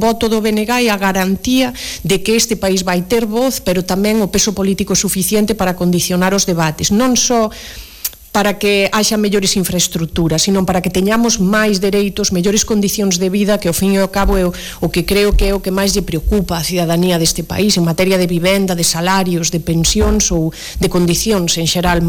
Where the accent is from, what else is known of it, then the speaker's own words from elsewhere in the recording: Galicia, Spain; creo que é importante que nos xogamos moito nestas eleccións este 29 de novembro como galegas e como galegos